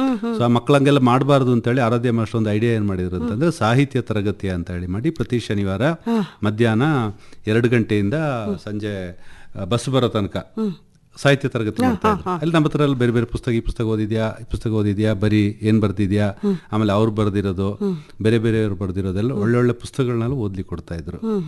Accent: Suntikoppa, Karnataka, India; also born or lived in Koynadu / Sampaje / Madapura; so ನಮ್ಮ ಬಾಲ್ಯಕಾಲ ಕೊಡಗಿನ ಸುಟ್ಟಿಕೊಪ್ಪದ Sandalwood ಅಂತ ಇದೆ ಗದ್ದೆಹಾಳ

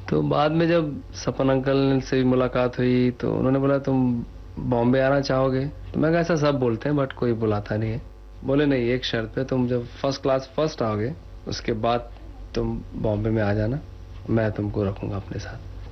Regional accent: Jabalpur, Madhya Pradesh, India; moved away; मैं जबलपुर का रहने वाला हूं, और जबलपुर में मैं मॉडल हाई स्कूल में पढ़ता था।

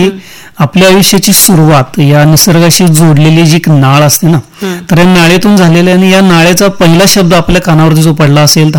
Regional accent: Junikhed, Maharashtra, India; मी स्वतःला फॉर्च्युनेट समजतो की मी काय छोट्याशा खेडेगावात जन्माला आलो, जुनीखेड माझं मूळ गाव, आणि त्याच्यानंतर जुनीखेडमध्येच आमचं घर जे होतं ते शेतामध्ये होतं

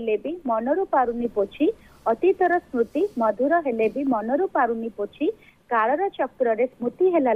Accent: Bhubaneswar, Odisha, India; And I am from Bhubaneswar. ମୁଁ ଭୁବନେଶ୍ୱରରୁ କହୁଛି।

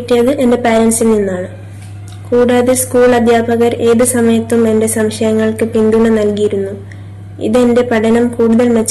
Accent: Kavaratti, Lakshadweep, India; also born or lived in Minicoy; നാട് മിനിക്കോഴി ദ്വീപാണ്. ഞാൻ ജനിച്ചതും വളർന്നതും കവരത്തി ദ്വീപിലാണ്.

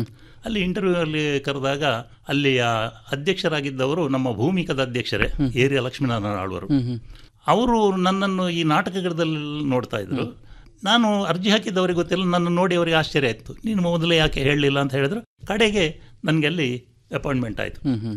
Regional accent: Mallur, Karnataka, India; born there

